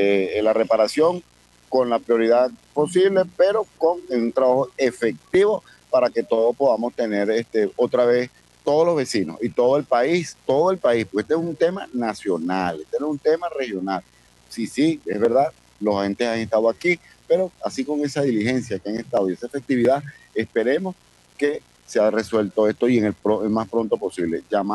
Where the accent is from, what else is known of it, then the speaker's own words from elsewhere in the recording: Venezuela; A veces somos los venezolanos, algunos venezolanos que tienen sus criterios propios que no son los más adecuados.